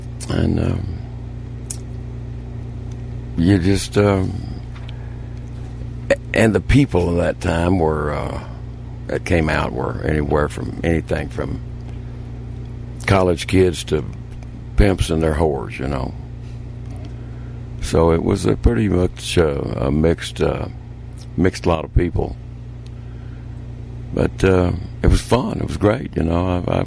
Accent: Texas, United States; Well, the music scene when I was growing up, that would be in the 50s, mid-late 50s.

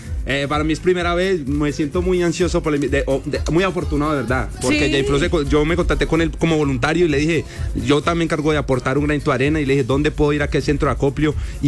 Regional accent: Colombia; las partes más afectadas de Colombia, de mi tierrita

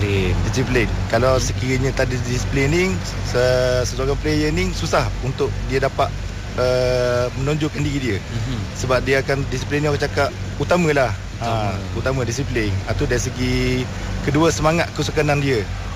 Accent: Terengganu, Malaysia; Saya pun asal dari Terengganu.

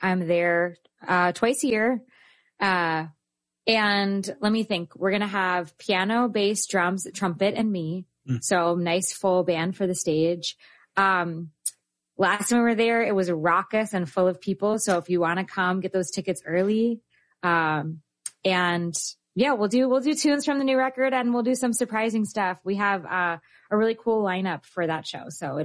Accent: East Coast, United States; now in Midwest, United States; So I am from the East Coast. I was raised to be judgmental. And as I adapt to Midwest sensibilities

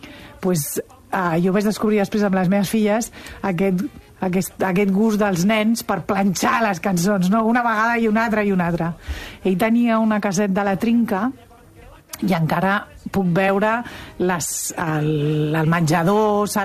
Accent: Barcelona, Catalonia, Spain; Sí, nosaltres som de Barcelona ciutat.

